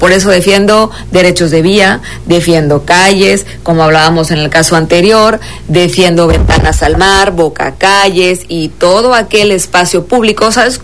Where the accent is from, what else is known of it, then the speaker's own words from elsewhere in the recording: Quintana Roo, Mexico; cuando éramos niños en Quintana Roo